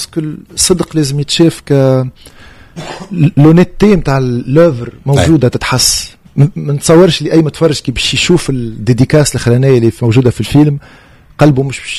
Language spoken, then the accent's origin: Arabic; Tunisia